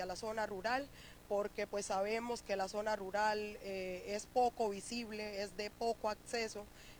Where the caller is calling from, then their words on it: Chocó, Colombia; Les hablo desde el Chocó. Pues aquí nos encontramos hoy recolectando ayudas para la gente damnificada.